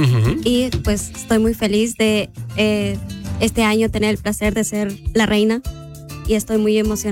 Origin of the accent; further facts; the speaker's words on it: Quiché, Guatemala; first language K'iche'; Yo soy de Guatemala.